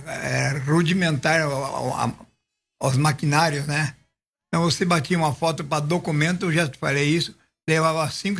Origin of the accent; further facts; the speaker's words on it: Ortigueira, Paraná, Brazil; É ali aqui, no pé do Lajeado. É Lajeado Bonito.